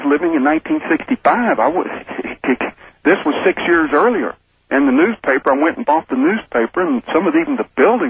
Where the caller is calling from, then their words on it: Houston, Texas, United States; Houston, Texas.